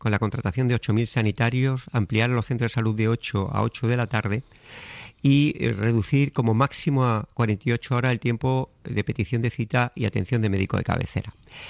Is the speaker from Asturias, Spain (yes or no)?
no; Andalusia, Spain; Bueno, yo soy más andaluz y más de pueblo que las amapolas